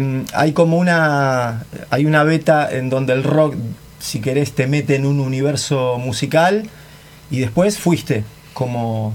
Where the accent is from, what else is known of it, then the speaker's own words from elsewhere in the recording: Lanús, Buenos Aires Province, Argentina; Ojo lo que vas a decir porque soy de Lanús.